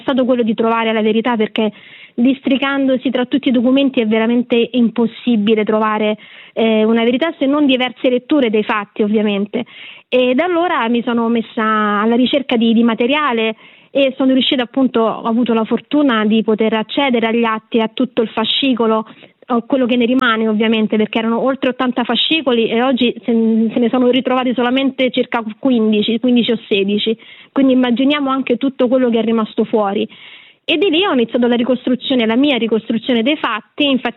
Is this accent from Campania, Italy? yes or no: no; Rome, Lazio, Italy; io sono di Roma